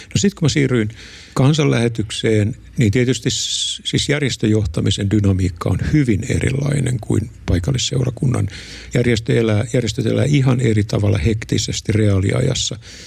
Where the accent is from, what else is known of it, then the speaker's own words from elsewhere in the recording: Vaasa, Ostrobothnia, Finland; Vaasahan on mun kotikaupunki, mä oon syntynyt ja kasvanut siellä.